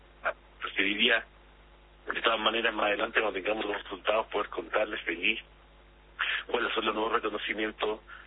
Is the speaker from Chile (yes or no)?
yes; Chile; para nosotros como chilenos es el momento de mayor celebración del año